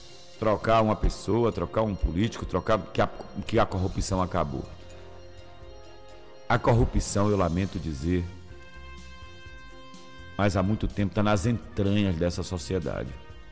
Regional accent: Brazil

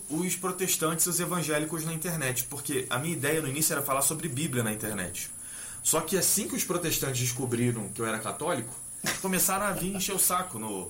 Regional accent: São Gonçalo, Rio de Janeiro, Brazil; born there; moved away as an adult; also born or lived in Niterói / Israel; now in Campos do Jordão, Brazil; Eu, na verdade, sou do Rio de Janeiro. Eu nasci lá em São Gonçalo, no Rio, para quem conhece aí.

